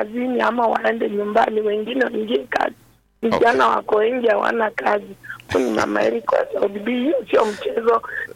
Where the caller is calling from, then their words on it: Kenya; Sisi ni wa Kenya tu.